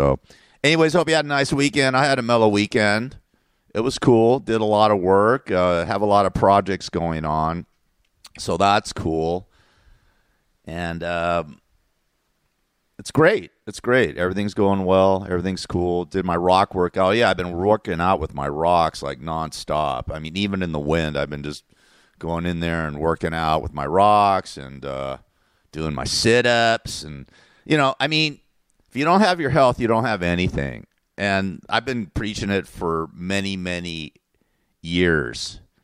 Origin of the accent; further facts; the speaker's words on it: Agoura, California, United States; My buddy, who I grew up with in Agora, Westlake Village, known him for over 50 years, moved down to Oceanside.